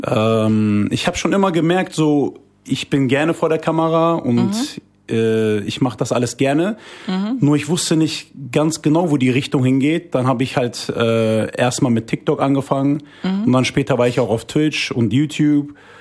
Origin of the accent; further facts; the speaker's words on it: North Rhine-Westphalia, Germany; komme aus Riedberg, NRW. Und ursprünglich kommen meine Eltern aus Hatay. Und ich selber bin dann in Deutschland geboren und aufgewachsen. Genau. Und bin 31 Jahre alt.